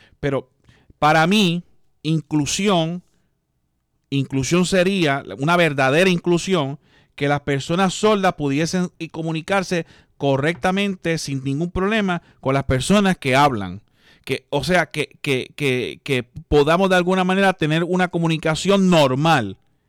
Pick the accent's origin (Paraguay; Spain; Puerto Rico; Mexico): Puerto Rico